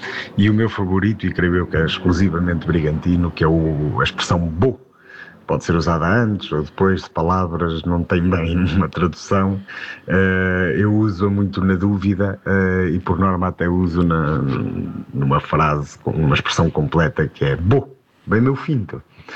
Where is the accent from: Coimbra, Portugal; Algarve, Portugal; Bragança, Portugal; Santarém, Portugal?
Bragança, Portugal; sou de Bragança e a minha dúvida prende-se por regionalismo. Pronto, já viram pelo sotaque que eu não sou algarvio, não é?